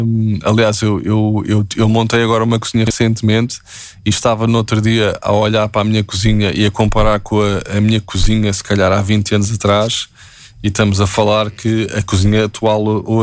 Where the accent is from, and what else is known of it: Portugal